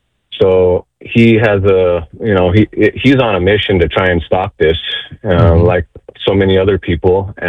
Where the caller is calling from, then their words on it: New Mexico, United States; in New Mexico, we're very liberal over here